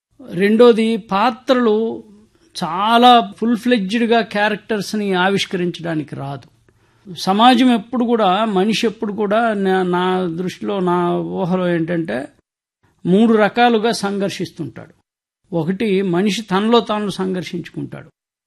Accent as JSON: {"language": "Telugu", "area": "Srikakulam district", "region": "Andhra Pradesh", "country": "India", "tie": "born or raised there", "said": "మా స్వస్థలం శ్రీకాకుళం జిల్లా అండి, అంపోలు గ్రామం."}